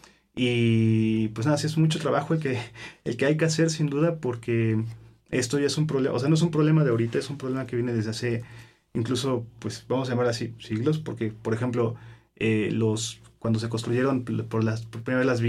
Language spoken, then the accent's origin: Spanish; Orizaba, Veracruz, Mexico; yo soy originario de Orizaba, de Orizaba, Veracruz. Yo me encuentro en un valle, entonces me encuentro rodeado de montañas